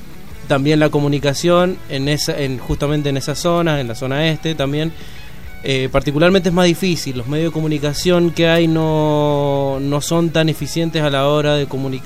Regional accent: San Martín, Mendoza, Argentina; Yo, por ejemplo, soy de San Martín

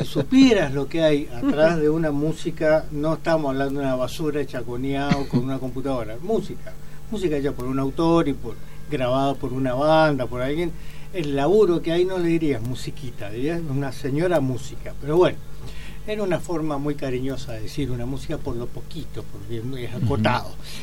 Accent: Mendoza, Argentina; No soy chileno, soy mendocino.

